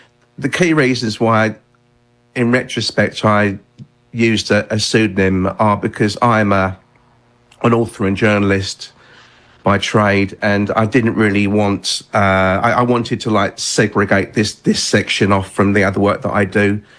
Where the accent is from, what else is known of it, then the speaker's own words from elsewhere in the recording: England, United Kingdom; That made me feel really at home as an Englishman.